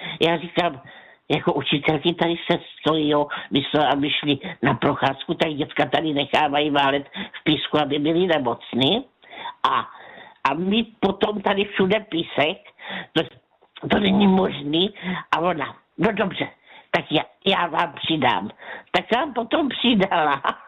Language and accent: Czech; Tišnov, South Moravian Region, Czechia; tak tam se u nás v Tišnově otvírala nová školka.